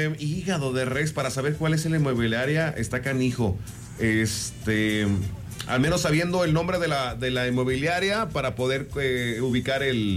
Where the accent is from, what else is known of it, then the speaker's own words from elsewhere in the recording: Mexico; Es que soy mexicano